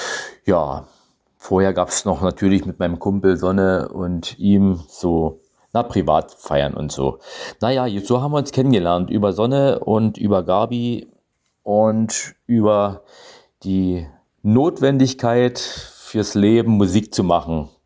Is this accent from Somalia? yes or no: no; Germany; now in Berlin, Germany; mittlerweile aus Berlin, aber gebürtig in der Lausitz